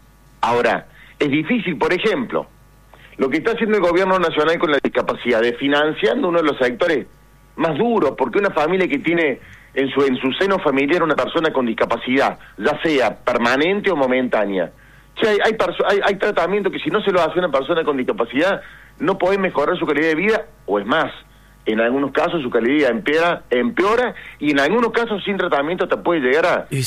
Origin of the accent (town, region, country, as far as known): Córdoba, Argentina